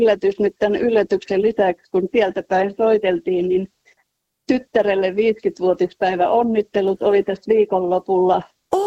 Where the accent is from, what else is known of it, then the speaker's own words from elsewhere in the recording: Savo, Finland; born there; now in Lahti, Finland; Tai sitten tuolla kotipuolessa Savossa.